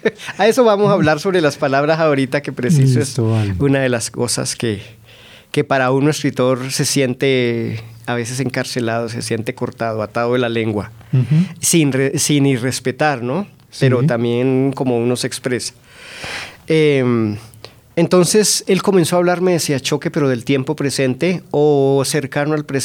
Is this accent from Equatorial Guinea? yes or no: no; Siachoque, Boyacá, Colombia; Sí, sí, soy de Siachoque. Mi mamá es de Siachoque, mi abuelo y los antepasados de mi abuelo, quién sabe hasta qué